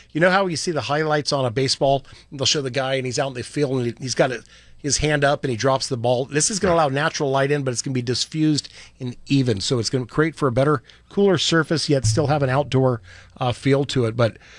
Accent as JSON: {"language": "English", "town": "Medford", "region": "Oregon", "country": "United States", "tie": "born or raised there", "said": "I grew up in Southern Oregon, and we had the Medford A's."}